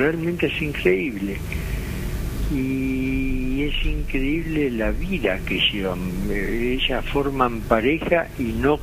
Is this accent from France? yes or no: no; Argentina; yo me crié en el Delta.